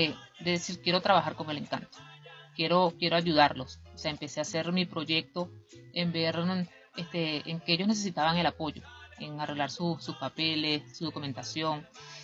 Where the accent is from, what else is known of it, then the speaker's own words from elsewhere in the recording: Carache, Trujillo, Venezuela; yo nací en Carache, me crié ahí y sí salí a estudiar mi bachillerato en la ciudad, pero regresé. Regresé de nuevo allá y mi familia es productora y mayormente también en café, también son productores en café.